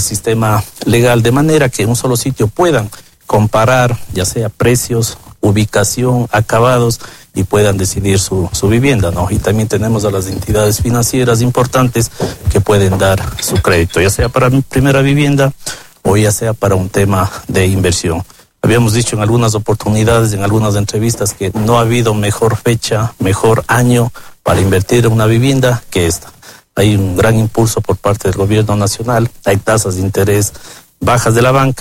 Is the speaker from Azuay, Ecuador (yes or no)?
yes; Cuenca, Azuay, Ecuador; la ciudad, nuestra ciudad como Cuenca